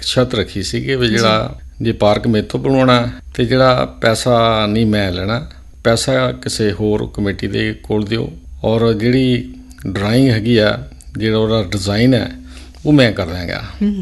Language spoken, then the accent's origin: Punjabi; Dhani Pind, Punjab, India; ਮੇਰਾ ਪਿੰਡ ਧਨੀ ਪਿੰਡ ਹੈ, ਜੰਡਿਆਲਾ ਤੋਂ ਨਕੋਦਰ ਰੋਡ ਦੇ ਉੱਤੇ, ਫਗਵਾੜਾ ਤੋਂ 13 ਕਿਲੋਮੀਟਰ 'ਤੇ ਸਥਿਤ ਹੈ